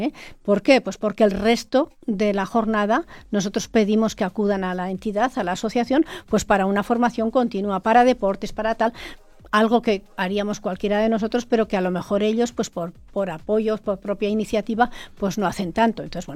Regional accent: Cerler, Aragon, Spain; also born or lived in Fonz; Sí, soy de Cerler.

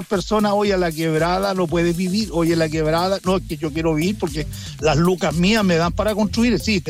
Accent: Santiago, Santiago Metropolitan Region, Chile; Yo me crié en Santiago desde los 4 años.

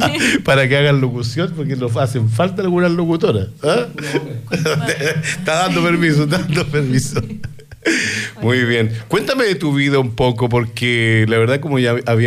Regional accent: Chile; como decimos acá en Chile, muy cersi.

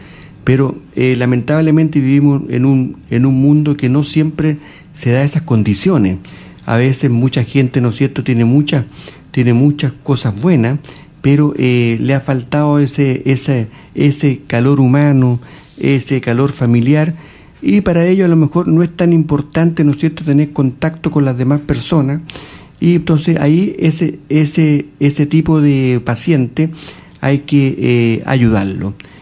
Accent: Santiago, Santiago Metropolitan Region, Chile; now in Cauquenes, Chile; Y eso nos damos cuenta cuando estamos viviendo acá. Yo soy santiaguino, y así que puedo decir que la gente aquí es diferente.

